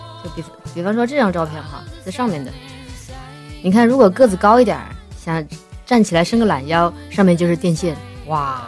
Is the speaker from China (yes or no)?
yes; China